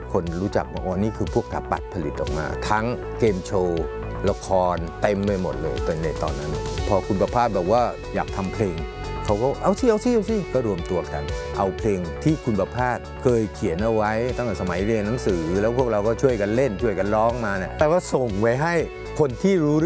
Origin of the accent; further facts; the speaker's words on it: Bangkok, Thailand; born there; อายุก็ตอนนี้นะครับจริงๆแล้วก็64แล้วเกิดในกรุงเทพมหานครแต่คุณพ่อคุณแม่เป็นชาวสมุทรสงครามอัมพวาบางคนทีแถวๆนั้นนะครับมีคลองมีสวนเป็นชาวสวนกันมาก่อนแล้วก็โยกย้ายมาอยู่ในกรุงเทพ